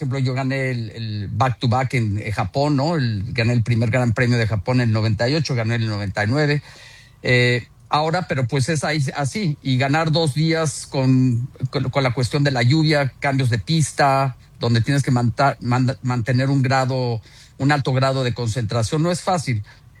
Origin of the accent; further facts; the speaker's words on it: Mexico; Me siento orgulloso como mexicano porque, pues, esto es parte de la evolución, ¿no?